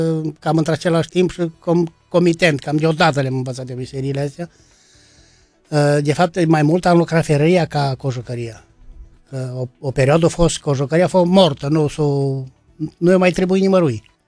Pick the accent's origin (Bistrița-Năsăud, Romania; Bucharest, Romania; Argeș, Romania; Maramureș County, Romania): Bistrița-Năsăud, Romania; Mureșenii Bârgăului; Da, de loc sunt născut în Mureșanii Bârgăului.